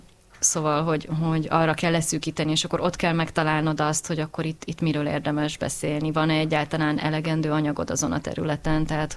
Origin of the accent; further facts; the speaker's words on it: Budapest, Hungary; Ja, csak azért, mert zuglói vagyok, és akkor nekem is feltűnt, hogy Hermina, meg Teleki Blanka gimnázium van ott